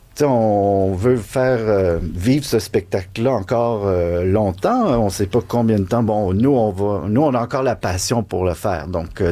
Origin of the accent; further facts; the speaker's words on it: Quebec, Canada; Parce que j'habite, moi, on vient des Laurentides … j'habite là